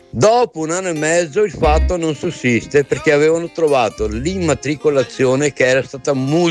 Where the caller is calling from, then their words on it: Venice, Veneto, Italy; io sono da Venezia.